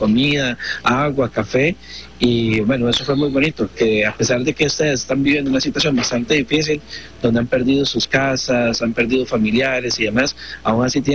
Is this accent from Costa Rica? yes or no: yes; Costa Rica; Somos 16 rescatistas de la Cruz Roja Costarricense, representando también al pueblo costarricense